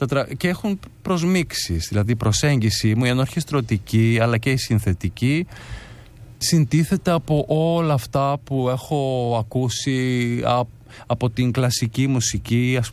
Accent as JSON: {"language": "Greek", "region": "Northern Greece", "country": "Greece", "also_born_or_lived": "Xanthi / Kozani", "said": "βορειοελλαδίτης είμαι έτσι κι αλλιώς, γιατί η καταγωγή μου είναι και από Ξάνθη και από Κοζάνη, Μακεδονία, Θράκη"}